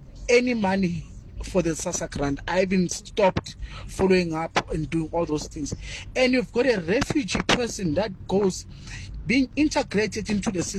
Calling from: South Africa

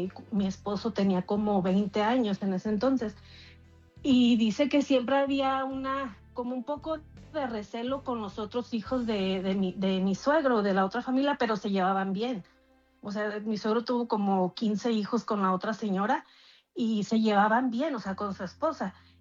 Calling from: Colorado, United States; hablo de Colorado.

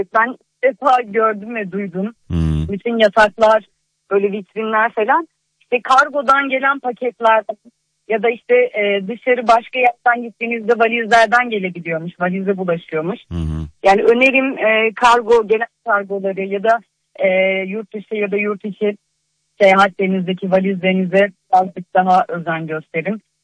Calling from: Mersin, Turkey; Mersin'den katılıyorum.

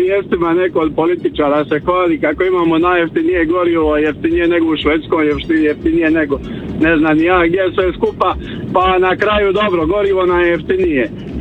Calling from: Korčula, Dubrovnik-Neretva County, Croatia; kogod dođe tu kod nas na Korčulu

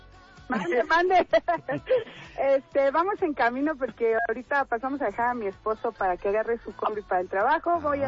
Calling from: Cuautitlán Izcalli, State of Mexico, Mexico; Pautitlán Izcalli.

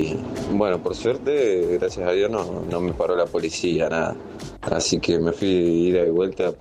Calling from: Ezeiza, Buenos Aires Province, Argentina; soy de Ezeiza

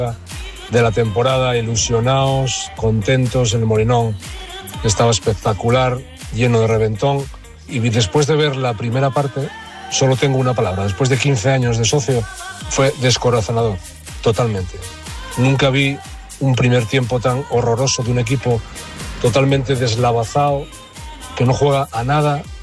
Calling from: Mieres, Asturias, Spain; de Mieres.

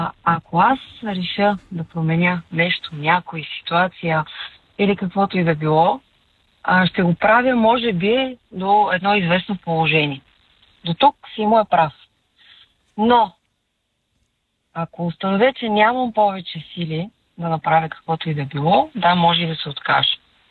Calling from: Sofia, Sofia City, Bulgaria; от София съм пак.

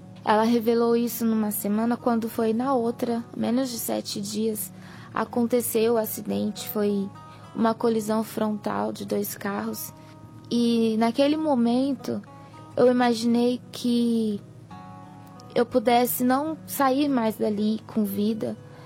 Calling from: Araçatuba, São Paulo, Brazil; sou de Araçatuba, interior de São Paulo.

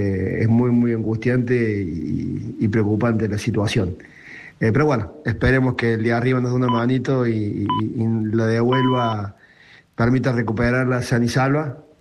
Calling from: Córdoba, Argentina; de Córdoba.

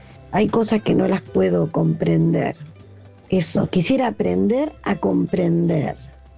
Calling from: Buenos Aires, Argentina; de Colegiales.

